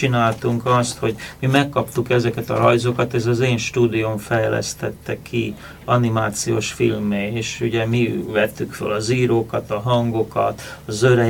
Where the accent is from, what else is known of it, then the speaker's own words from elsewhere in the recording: Hungary; now in United States; Tehát kérdés az volt, hogy én elvágtam-e a gyökereket, és én már csak amerikai vagyok. Hát természetesen nem